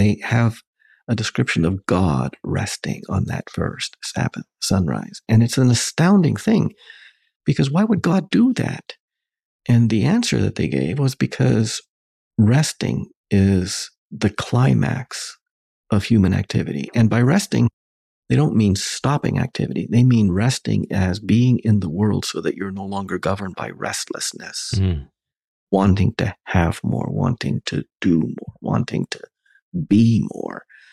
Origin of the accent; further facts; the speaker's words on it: Western Canada, Canada; I'll bring it back to my grandfather again, because I grew up with him in Western Canada, and obviously he was an immigrant.